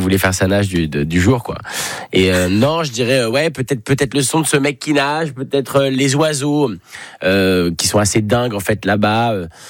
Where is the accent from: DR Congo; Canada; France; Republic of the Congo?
France; Paris, Île-de-France; j'ai grandi à Paris, donc vivre près de la Seine, ça a rien à voir.